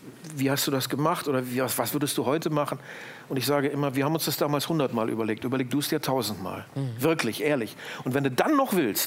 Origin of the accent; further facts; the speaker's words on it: Lower Saxony / North Rhine-Westphalia border, Germany; Ich komme ja aus dem Grenzgebiet von NDR und WDR.